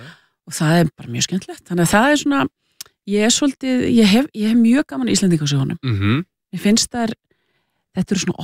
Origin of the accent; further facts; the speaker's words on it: Reykjavík, Capital Region, Iceland; þetta var rosalega skemmtilegu tími að alast upp í Breiðholtinu